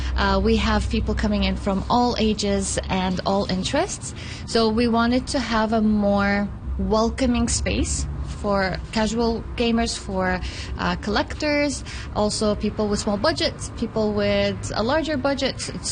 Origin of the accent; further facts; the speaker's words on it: Yemen; English is a second language; I grew up in Yemen. So the first time I picked up a video game, I was 16, and it was a PSP.